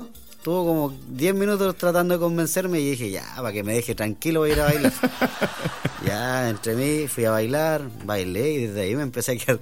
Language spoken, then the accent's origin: Spanish; Hualpén, Biobío, Chile; Y yo que soy de Hualpén, ahora.